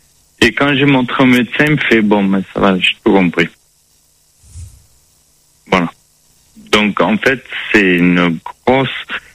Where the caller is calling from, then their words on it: Marseille, Provence-Alpes-Côte d'Azur, France; je suis à Marseille, donc à l'hôpital Nord